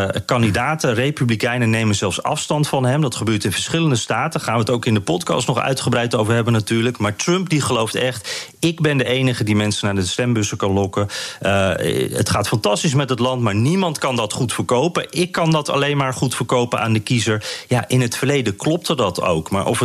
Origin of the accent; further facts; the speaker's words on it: Netherlands; als Nederlander die hier van buiten naar kijkt.